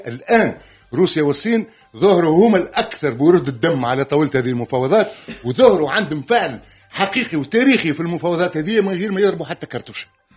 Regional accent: Tunisia; أنا كتونسي عربي

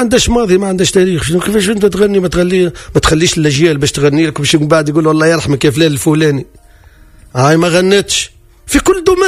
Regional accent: Gafsa, Gafsa Governorate, Tunisia; انا نمشي القفصة

